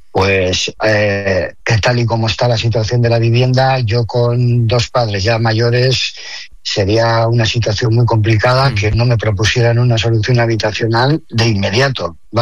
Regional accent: Erandio, Basque Country, Spain; also born or lived in Algorta; yo en este caso llevo aquí viviendo 8 años, pero soy del municipio de Erandio, nací en Algorta, pero me he criado toda la vida entre Astrabuda y Erandio

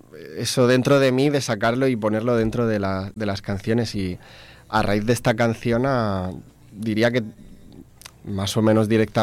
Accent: Alcoy, Valencian Community, Spain; also born or lived in Agres; para mí significa mi pueblo, que es Agres, que es un pueblo que está en la montaña, en Alicante. Yo antes, de pequeño, vivía en Alcoy, que está al lado de Agres también, y siempre veraneábamos allí, tenemos familia allí

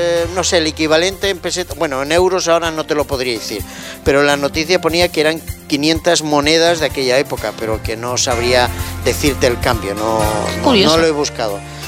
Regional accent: Spain; Pero en España sí que hay muchísimos visitantes y seguro que no sabéis lo que significa España.

